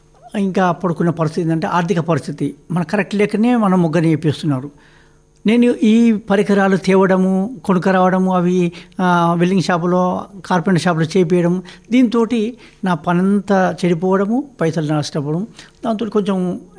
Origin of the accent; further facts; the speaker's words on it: Shahajipet, Telangana, India; now in Aler, India; నా సొంత ఊరు పూర్వము నల్గొండ జిల్లా ఆలేరు మండలం షారాజీపేట.